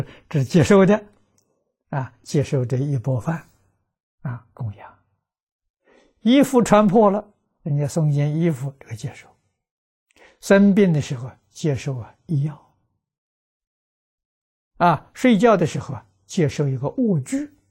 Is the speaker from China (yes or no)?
yes; China; 我们中国人